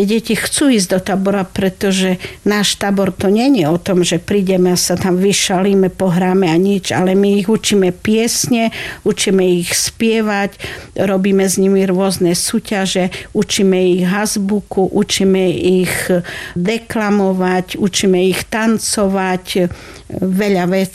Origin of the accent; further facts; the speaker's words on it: Pstrina, Prešov Region, Slovakia; born there; stále som pociťovala akýsi dlh voči mojej rodnej obci Pstrina